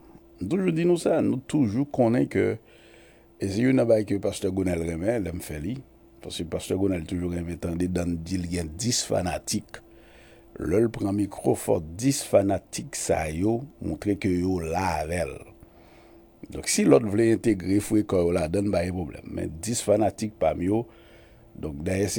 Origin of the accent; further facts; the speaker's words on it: Haiti; now in South Florida, United States; chez nous en Haïti